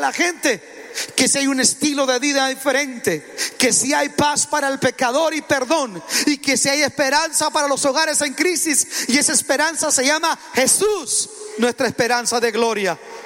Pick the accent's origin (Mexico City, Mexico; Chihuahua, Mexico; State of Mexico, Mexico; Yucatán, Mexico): Chihuahua, Mexico; Ciudad Juárez; soy de Juárez, una ciudad asentada en un monte